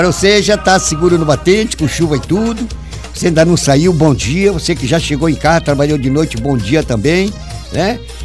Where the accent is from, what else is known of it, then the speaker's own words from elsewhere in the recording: Belém, Pará, Brazil; eu nasci na Maravilha. É lá que tá enterrado o umbigo do … Então, eu me criei no Jurunas.